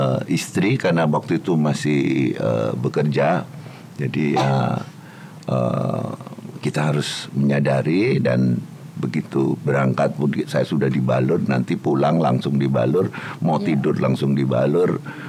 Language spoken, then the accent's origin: Indonesian; Klaten, Central Java, Indonesia; Sementara saya ini orang Klaten. Jadi beda banget gayanya gitu.